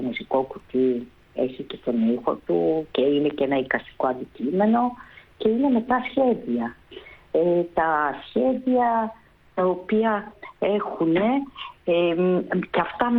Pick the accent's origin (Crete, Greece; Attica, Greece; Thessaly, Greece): Thessaly, Greece; born there; γεννήθηκα στο Θεσσαλικό κάμπο που είναι γεμάτος από φύση.